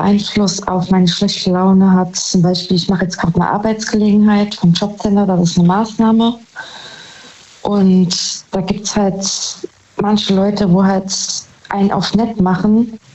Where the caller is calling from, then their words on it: Saarbrücken, Saarland, Germany; Saarbrücken.